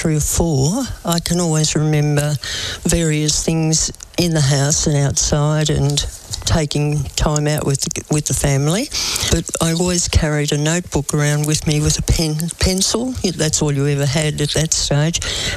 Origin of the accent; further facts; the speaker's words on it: Albury, New South Wales, Australia; born there; I was born in Albury at Chelvey House, which was run by the Mercies on the 1st of the 10th, 1940.